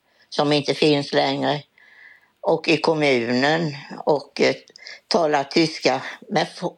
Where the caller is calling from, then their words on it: Eksjö, Jönköping County, Sweden; Och då flyttade jag hem till Eksjö igen.